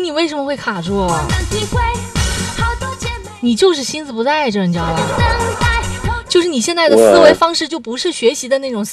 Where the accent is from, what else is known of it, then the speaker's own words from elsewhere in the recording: Northeast China, China; 就我们东北话妈妈常说